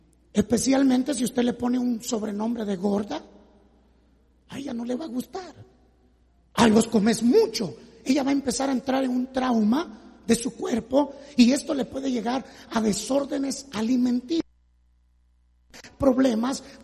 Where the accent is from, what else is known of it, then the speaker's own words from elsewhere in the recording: Guatemala; para nosotros como latinos, como guatemaltecos